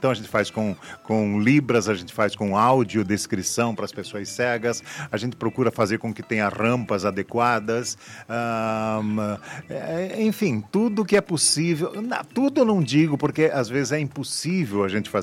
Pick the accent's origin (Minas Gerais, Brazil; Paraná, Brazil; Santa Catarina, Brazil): Paraná, Brazil; Lapa; born there; moved away; eu vim da Lapa. Eu criava porco, criava galinha, plantava milho e abóbora com meu pai.